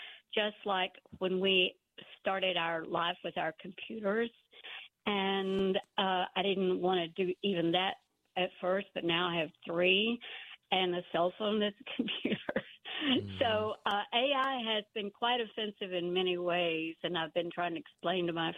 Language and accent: English; Texas, United States; born there; and no, I was born in East Texas, where my grandmother raised 7 children, who was from Alabama.